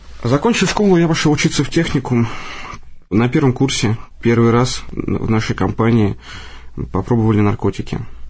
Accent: Moscow, Russia; born there; Родился я в Москве в 80-м году. Рос без отца, одна мама растила.

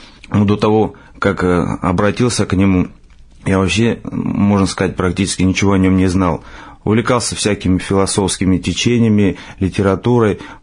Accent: Georgia; как вы уже, наверное, слышали. Мне 33 года. Родом я с Грузии.

